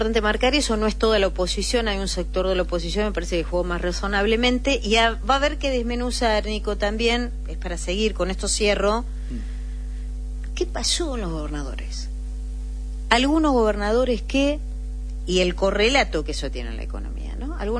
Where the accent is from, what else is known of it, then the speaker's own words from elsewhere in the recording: Argentina; somos los argentinos.